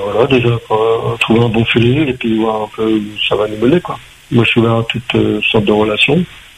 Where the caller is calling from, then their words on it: Le Tampon, Réunion; Ça fait 16 ans que je suis à La Réunion, hein, donc je connais bien La Réunion.